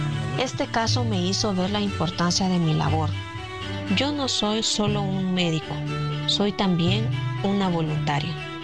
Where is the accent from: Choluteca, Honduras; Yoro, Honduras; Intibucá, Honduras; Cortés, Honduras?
Choluteca, Honduras; Tenemos que regresar al año 2011, cuando mi tierra natal, Choluteca, sufría una gran inundación.